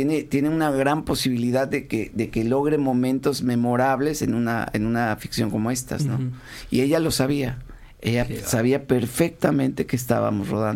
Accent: Uruguay; Yo sí sé, porque soy uruguaya.

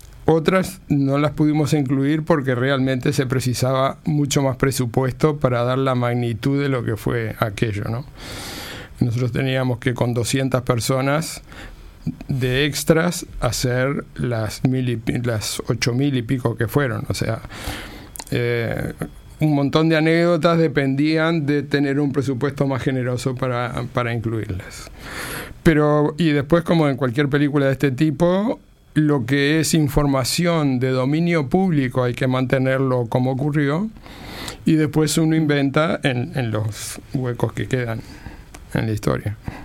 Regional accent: Melo, Cerro Largo, Uruguay; moved away as an adult; Yo soy de Melópolis.

